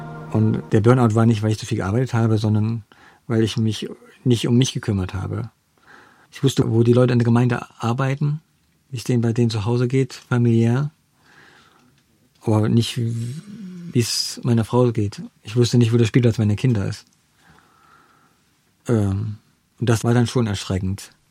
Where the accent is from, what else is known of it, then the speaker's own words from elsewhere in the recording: Germany; moved away; also born or lived in Thuringia / Ibbenbüren; 1979 geboren, aufgewachsen in der DDR.